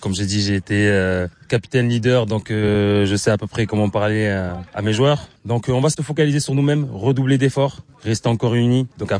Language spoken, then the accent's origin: French; Senegal; Et montrer qu'on est des Sénégalais quand on est en finale